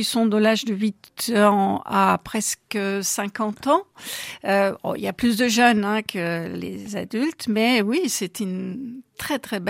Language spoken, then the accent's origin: French; Bavaria, Germany; French is a second language; now in France; Enfin moi-même je suis allemande.